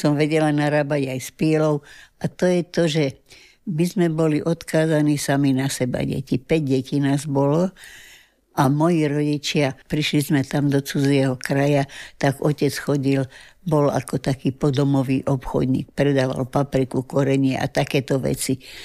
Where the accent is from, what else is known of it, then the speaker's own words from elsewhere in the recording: Zlín Region, Czechia; now in Slovakia; Nepochádzame, pochádzam z Moravy, od Uherského Brodu.